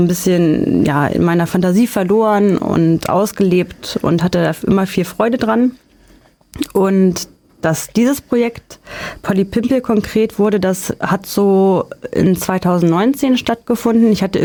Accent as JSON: {"language": "German", "town": "Neu-Eichenberg", "region": "Hesse", "country": "Germany", "said": "komme aus Neu-Eichenberg."}